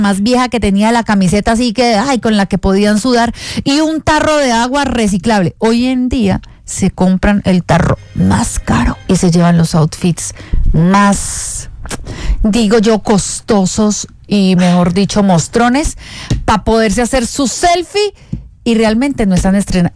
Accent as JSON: {"language": "Spanish", "town": "Cereté", "region": "Córdoba", "country": "Colombia", "tie": "born or raised there", "said": "Cuando yo estaba de vacaciones en el pueblo donde yo soy, Ceret de Córdoba"}